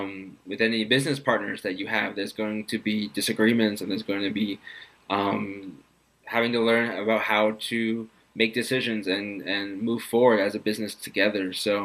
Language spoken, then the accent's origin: English; Singapore; moved away as an adult; growing up in Singapore